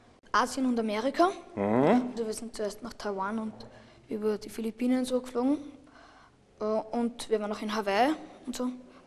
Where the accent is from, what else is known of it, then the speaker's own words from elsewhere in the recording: Vienna, Austria; bin Wiener und bin 11 Jahre alt.